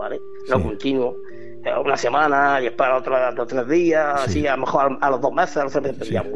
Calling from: Huércal de Almería, Andalusia, Spain; de Huércal de Almería.

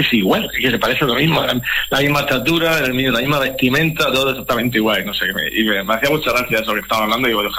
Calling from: Region of Murcia, Spain

